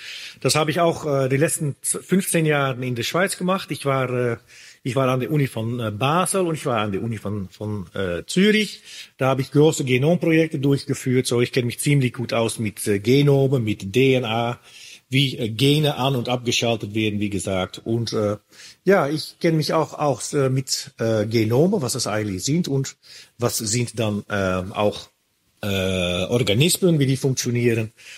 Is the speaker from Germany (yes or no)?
no; Netherlands; German is a second language; ich bin Biologe, ich bin Molekularbiologe. Ursprünglich komme ich aus Holland, in Niederlanden eigentlich, da habe ich auch studiert